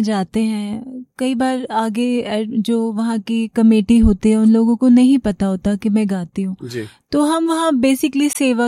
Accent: Karnal, Haryana, India; also born or lived in Sonipat; now in Ambala, India; Basically मैं करनाल से हूँ, my birth place is Sonipat.

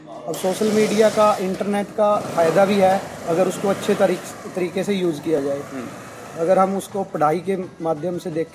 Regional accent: Teja Mohri, Haryana, India; मैं यहीं तेजा मोड़ी गांव का रहने वाला हूं

